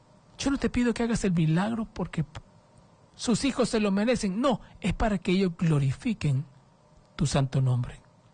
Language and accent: Spanish; Honduras